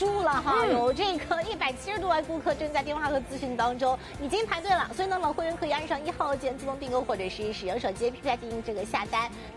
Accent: Shanghai, China; 我们上海人俗称白鲳

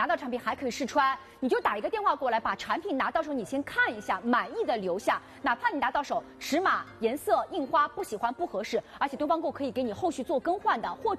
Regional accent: Shanghai, China

